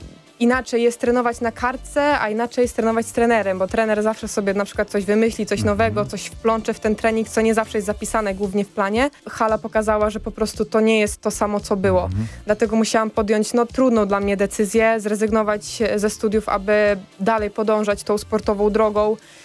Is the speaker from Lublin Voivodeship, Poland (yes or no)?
yes; Chełm, Lublin Voivodeship, Poland; wróciłam z powrotem do mojego rodzinnego miasta